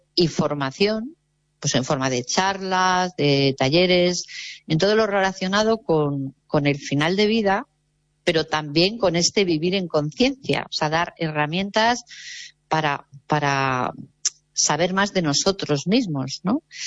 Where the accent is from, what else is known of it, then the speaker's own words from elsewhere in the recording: Madrid, Community of Madrid, Spain; moved away as an adult; now in Galicia, Spain; yo soy madrileña, pero llevo aquí 16 años, que aquí en Galicia